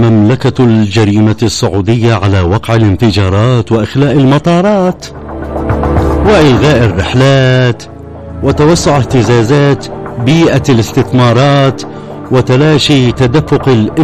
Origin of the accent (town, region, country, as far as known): Yemen